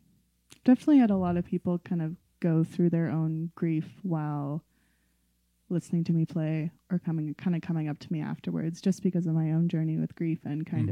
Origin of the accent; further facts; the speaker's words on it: Yukon, Canada; growing up in the Yukon, we had a very immediate, easy access to that state.